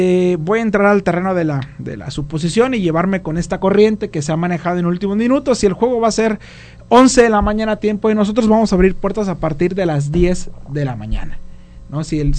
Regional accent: Mexico; soy mexicano.

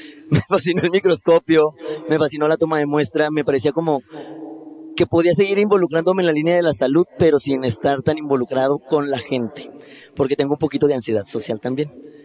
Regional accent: Morelia, Michoacán, Mexico; director del Hospital Civil de Morelia, yo soy de Morelia

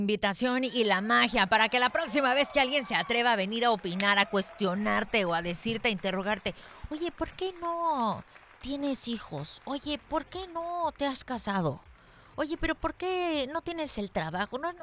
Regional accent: Mexico City, Mexico; uno que es chilango

